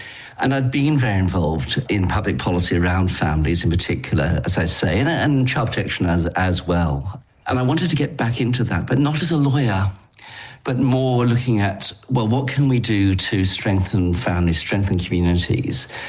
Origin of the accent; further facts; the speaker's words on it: England, United Kingdom; moved away as an adult; now in Australia; the first thing I should say as soon as I open my mouth is I'm English by origin. And I'm very bad at languages, so I haven't really picked up any other accent. But I came out to Australia when I was 27 in 1986